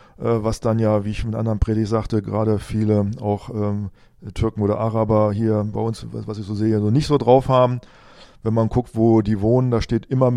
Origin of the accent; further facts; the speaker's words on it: Germany